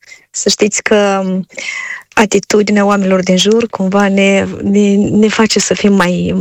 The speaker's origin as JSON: {"language": "Romanian", "town": "Șoldănești", "region": "Șoldănești District", "country": "Moldova", "tie": "born or raised there", "said": "eu sunt din Șoldănești, nu satul Glegeni, dar chiar din Șoldănești."}